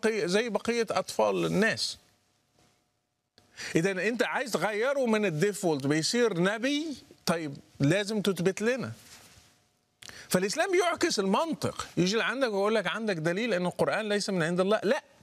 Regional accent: Morocco; لأنه كان عندنا في المغرب فكرة من ضمن التخويف

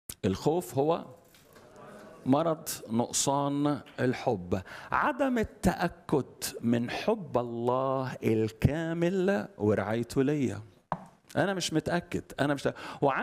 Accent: Alexandria, Alexandria Governorate, Egypt; also born or lived in Upper Egypt; أنا اسكندراني صعيدي، بس اسكندراني.

